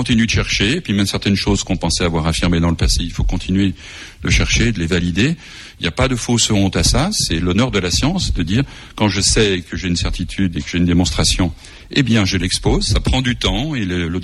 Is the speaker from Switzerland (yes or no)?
no; Lyon, Auvergne-Rhône-Alpes, France